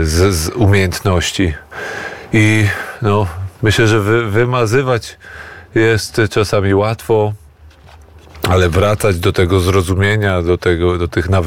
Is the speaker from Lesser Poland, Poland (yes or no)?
no; Warsaw, Masovian Voivodeship, Poland; moved away as an adult; now in Kamienna Góra, Poland; jako rodowity warszawiak, warszawianista, który do tej pory zakochany jest w tym mieście i jest to dla mnie, no, taka naprawdę kolebka macierz.